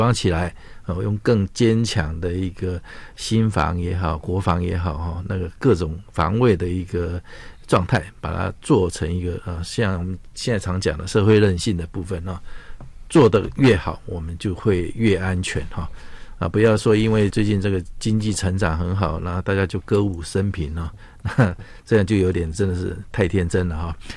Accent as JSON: {"language": "Chinese", "country": "Taiwan"}